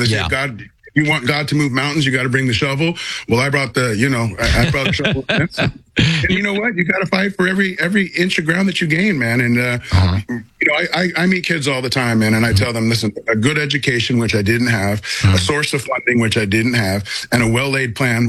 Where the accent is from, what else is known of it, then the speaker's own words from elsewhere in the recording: Hollywood, California, United States; now in Tulsa, United States; it's crazy because I grew up in Hollywood in the San Fernando Valley, and that's where everything is filmed